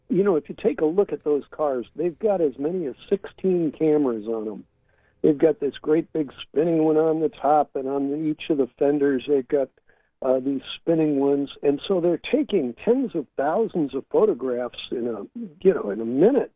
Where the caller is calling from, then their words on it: San Francisco, California, United States; I'm calling you from San Francisco